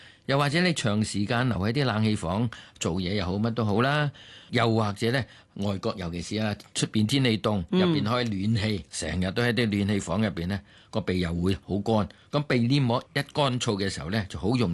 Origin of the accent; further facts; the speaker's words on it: Guangdong, China; 我廣東人叫流鼻血啦。